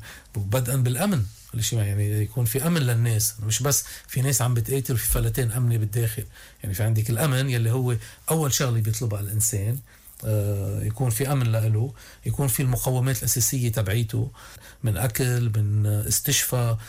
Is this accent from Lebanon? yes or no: yes; Lebanon; ومنبني ساعتها كلنا سوا كلبنانيين سلام مع إسرائيل